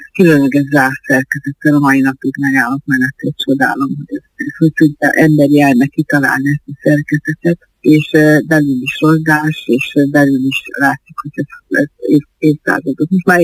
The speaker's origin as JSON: {"language": "Hungarian", "country": "Hungary", "tie": "born or raised there", "said": "gyerekkoromban ugye Tisztán innen vagyok, és ott a parókián ott volt az édesapám szobájában az egyházláda"}